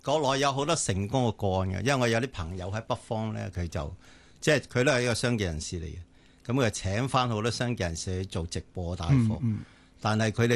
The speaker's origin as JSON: {"language": "Cantonese", "country": "Hong Kong"}